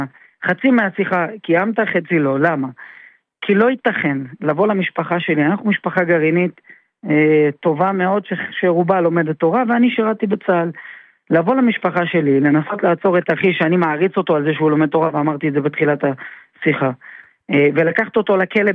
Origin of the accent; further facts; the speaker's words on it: Jerusalem, Jerusalem District, Israel; חינוך חרדי, הרדקור, למדתי בחיידר במסורה, בשכונת גאולה, בירושלים.